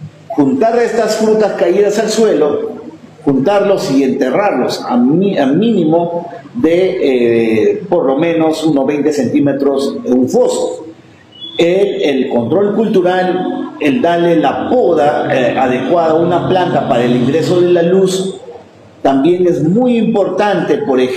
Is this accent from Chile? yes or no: no; Peru; Si somos capital cafetalera de Perú